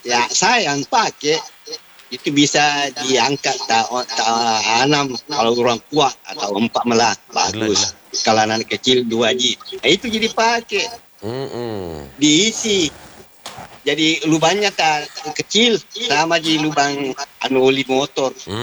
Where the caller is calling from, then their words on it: Indonesia; dari Rapuk Kalung.